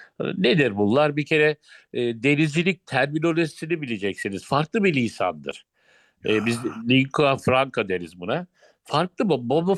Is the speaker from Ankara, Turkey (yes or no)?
yes; Ankara, Turkey; Ankara'da ben doğdum, Ankara'da büyüdüm.